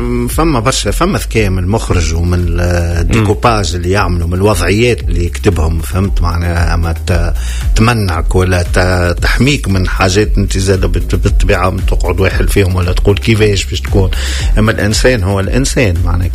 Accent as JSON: {"language": "Arabic", "country": "Tunisia", "said": "السينما اللي عندنا في تونس"}